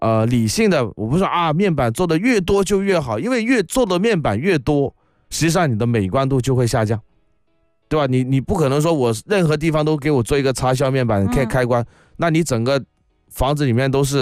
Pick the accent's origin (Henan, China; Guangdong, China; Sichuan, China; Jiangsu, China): Guangdong, China